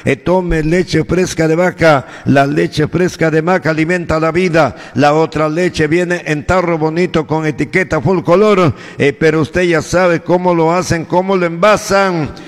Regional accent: Peru; Aquí no hay divisionismo, todos somos peruanos, todos a trabajar juntos por el Perú.

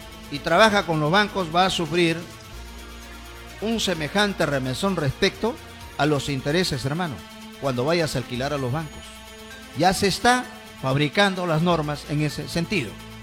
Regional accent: Peru; le pagamos los peruanos

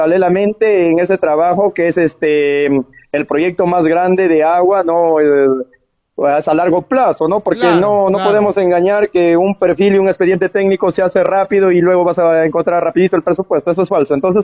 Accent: Cumba, Amazonas, Peru; also born or lived in Utcubamba / Bagua; Hemos estado en el distrito de Cumba, en la cual soy natural de allá

